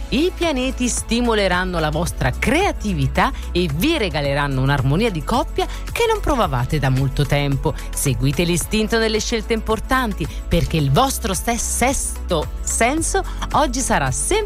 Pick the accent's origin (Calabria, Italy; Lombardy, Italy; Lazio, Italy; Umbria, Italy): Lazio, Italy; Rome; Sono romana, ogni tanto quella è Z.